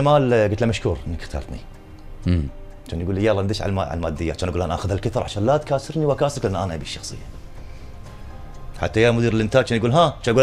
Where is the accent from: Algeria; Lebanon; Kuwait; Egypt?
Kuwait; احنا كخليجيين ترى احنا او احنا ككويتيين بالذات